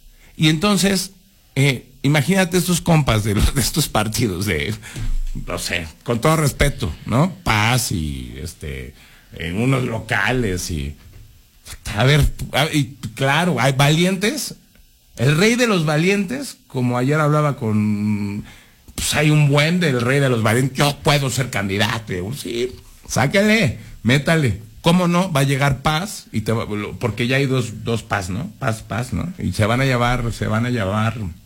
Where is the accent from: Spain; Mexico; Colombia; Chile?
Mexico; Aguascalientes; Pues somos iguales, somos mexicanos, somos hermanos, somos hidrocálidos.